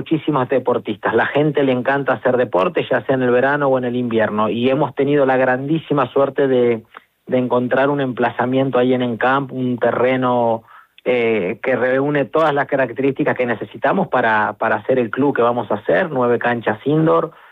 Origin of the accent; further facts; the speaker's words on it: Argentina; Y Argentina es otro país en el cual yo soy argentino y teníamos que tener uno ahí.